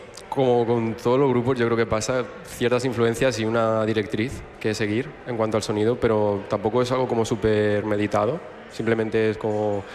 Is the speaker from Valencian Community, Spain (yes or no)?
yes; Valencian Community, Spain; al final somos de Entrenovelda y de Aspe.